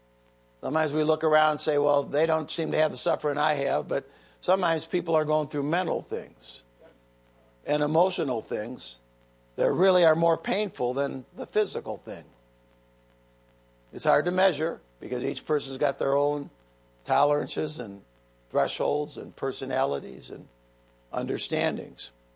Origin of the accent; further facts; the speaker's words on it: United States; So as an American